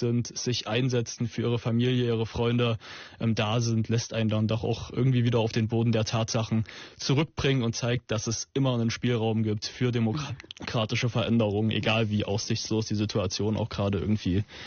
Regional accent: Zwickau, Saxony, Germany; born or raised there

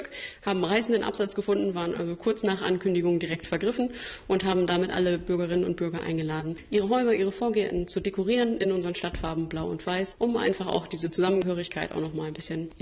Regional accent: Jever, Lower Saxony, Germany; ich bin ja gebürtige Jeferanerin, deswegen ist für mich das Altstadtfest natürlich wie für die meisten anderen, die hier geboren und aufgewachsen sind, einfach die Party des Jahres.

